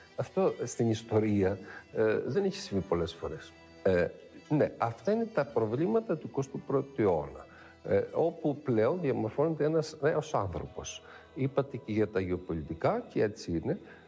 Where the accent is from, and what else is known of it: Greece